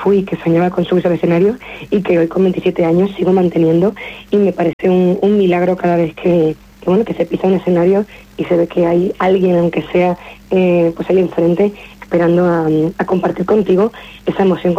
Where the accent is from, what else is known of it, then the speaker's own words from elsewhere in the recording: Canary Islands, Spain; also born or lived in La Palma; la definición de mi familia, de mi tierra y de mí misma siempre va a estar impregnada por de dónde he venido y cómo, los valores con los que he crecido. Pero supongo que en este disco he indagado un poco más en cómo se siente la palmera